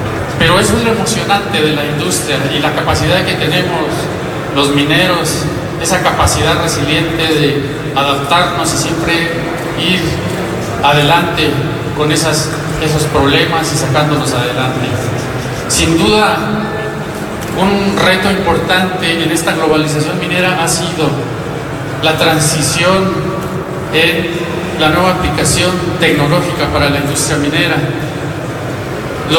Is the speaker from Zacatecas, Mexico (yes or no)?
yes; Zacatecas, Mexico; Yo soy zacatecano y lo presumo con mucho orgullo